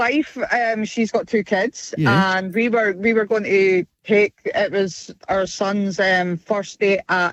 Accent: Scotland, United Kingdom; I don't know if a lot of people can, but I am Scottish.

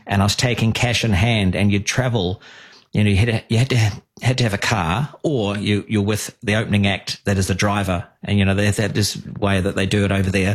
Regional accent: Auckland, New Zealand; They're Wellington based and I'm from Auckland.

